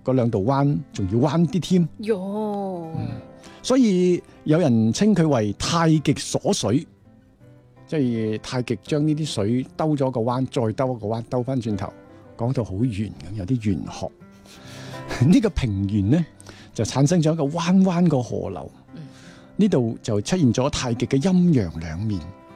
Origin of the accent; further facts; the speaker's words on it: Guangdong, China; 你的口味如果好像我们广东人口味淡的话，